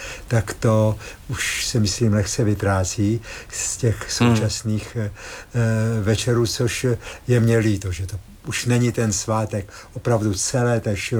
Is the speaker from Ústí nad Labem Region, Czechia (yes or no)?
no; Hranice na Moravě, Olomouc Region, Czechia; No já jsem z Hranic na Moravě a chodili jsme … samozřejmě do hudební školy